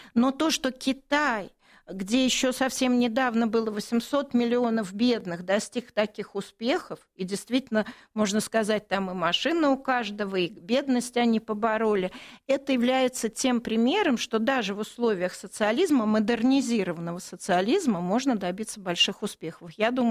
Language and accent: Russian; Russia; я сказала, что я из России